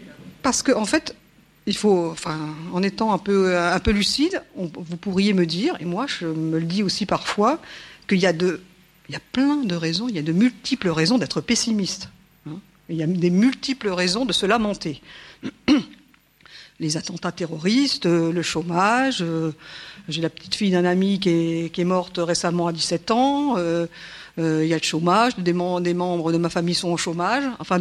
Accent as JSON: {"language": "French", "region": "Grand Est", "country": "France", "said": "Moi, je suis Lorraine. On me le demandait tout à l'heure. Voilà, donc je suis pas de la région, je suis pas parisienne non plus."}